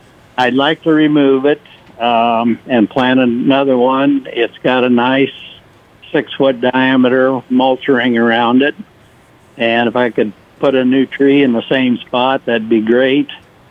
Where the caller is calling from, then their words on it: Plymouth, Nebraska, United States; from Plymouth.